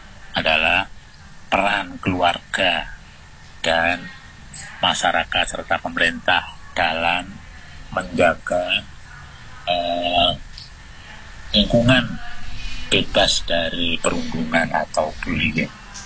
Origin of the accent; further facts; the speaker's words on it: Java, Indonesia; karena saya juga orang Jawa, saya sangat familiar dengan semboyan ini